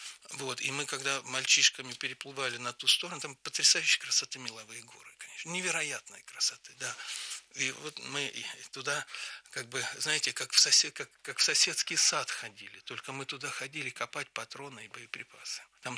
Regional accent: Pavlovsk, Voronezh Oblast, Russia; Я сейчас как бы работаю рекламным агентом моего родного города Павловска, Воронежской области.

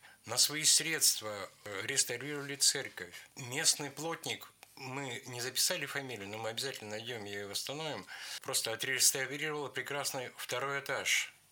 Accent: Vologda, Vologda Oblast, Russia; мы с Сережей из Вологды, Березовую Слободку.

